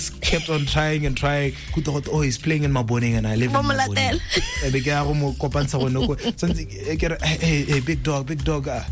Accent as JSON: {"language": "English", "country": "Botswana", "moved": "yes", "lives_now": "South Africa", "said": "At first, I was afraid to say that I'm from Botswana when I was in South Africa."}